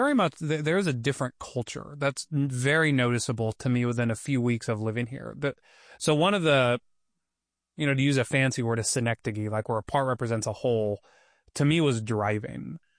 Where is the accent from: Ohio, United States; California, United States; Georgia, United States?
California, United States; Redlands; also born or lived in Yucaipa; I didn't grow up in Orange County, San Diego, LA, Malibu. I grew up in Redlands, Yucaipa.